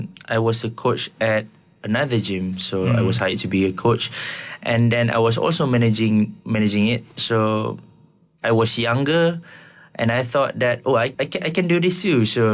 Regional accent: Johor, Malaysia; I was from Johor.

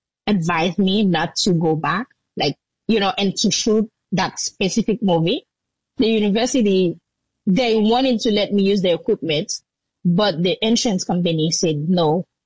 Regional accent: Jacmel, Sud-Est, Haiti; leading to Jacmel, my hometown, was closed through Maltisa, which is like, you know, a very big region in Port-au-Prince.

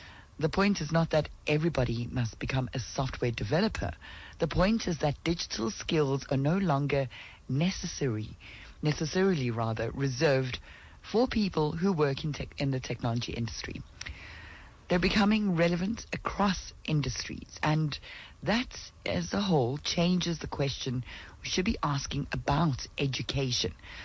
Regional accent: South Africa; as South Africans

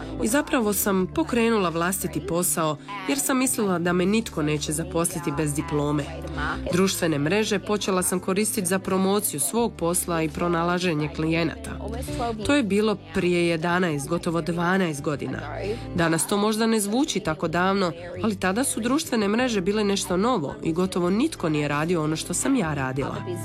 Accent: Perth, Western Australia, Australia; now in Podgora, Croatia; Rođena sam u Perthu u zapadnoj Australiji. Tamo sam rođena i odrasla.

